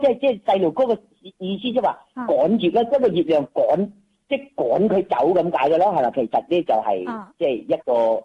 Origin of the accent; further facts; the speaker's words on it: Yangchun, Guangdong, China; now in Shenzhen, China; 我家乡系阳江阳春人。